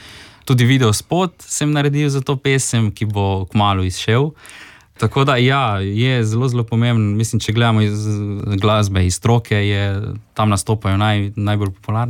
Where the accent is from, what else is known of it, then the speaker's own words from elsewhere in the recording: Rijeka, Primorje-Gorski Kotar County, Croatia; smo očitno ti reški Slovenci